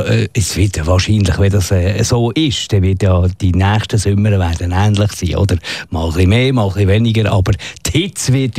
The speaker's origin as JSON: {"language": "German", "country": "Switzerland", "said": "als Schweizer"}